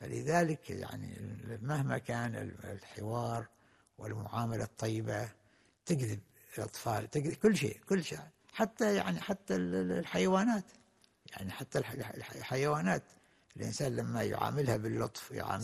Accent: Oman; السابق كان واحد الحياة بسيطة في القرى في البلدان، مثلا عندنا في عمان تجد الواحد أين يذهب، يعني البلد كلها متكاتفة وكلها متعاونة وكلها متعارفة

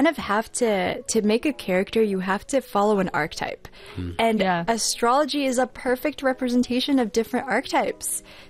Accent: Philippines; And we only say that because, we are Filipino. We can say Filipino things, okay?

